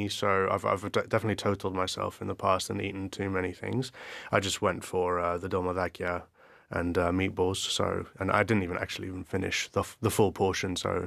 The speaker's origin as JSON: {"language": "English", "country": "Greece", "tie": "born or raised there", "second_language": "English", "moved": "yes", "lives_now": "Darwin, Australia", "said": "Growing up in Greece, going to school there, you hear about Melbourne being the second largest Greek city. I was genuinely surprised at how many Greeks there are in Darwin."}